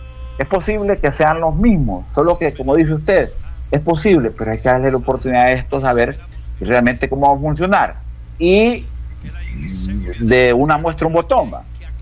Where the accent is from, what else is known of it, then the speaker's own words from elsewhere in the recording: Honduras; ¿Usted cree que yo como hondureño no estoy esperando que estas cosas mejoren? Yo como hondureño estoy esperando que esto mejore.